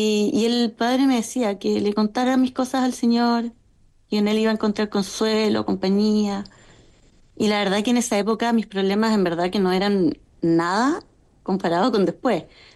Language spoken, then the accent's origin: Spanish; Santiago, Santiago Metropolitan Region, Chile; born there; now in Puerto Varas, Chile; vivo en Puerto Varas. Tengo tres hijos, uno está en el cielo y mis otros dos hijitos están aquí conmigo, de 14 y 13 años. Y nací en Santiago.